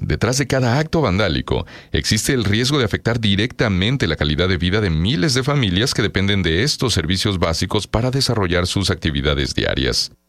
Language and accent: Spanish; Chihuahua, Mexico; born there; now in Torreón, Mexico; cuando era niño en Chihuahua